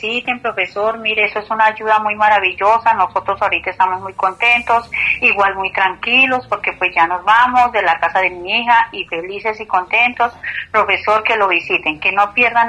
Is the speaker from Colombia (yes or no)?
yes; Bogotá, Colombia; nosotros nos venimos de Bogotá, vivir con una hija acá.